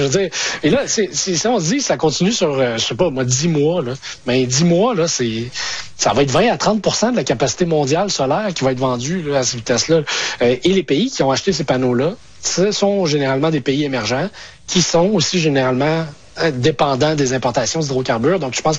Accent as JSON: {"language": "French", "region": "Quebec", "country": "Canada", "tie": "born or raised there", "said": "Dans ma région natale, ben en fait la région où j'habite, l'Abitibi, ça a failli l'être au Québec."}